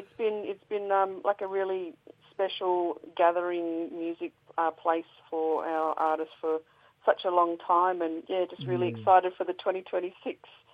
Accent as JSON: {"language": "English", "town": "Alice Springs", "region": "Northern Territory", "country": "Australia", "tie": "born or raised there"}